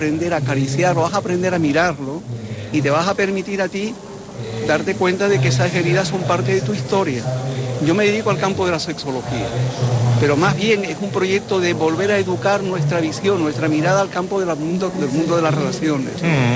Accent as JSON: {"language": "Spanish", "town": "Santa Cruz de Tenerife", "region": "Canary Islands", "country": "Spain", "said": "yo soy de Santa Cruz y es la primera vez que vengo al recinto."}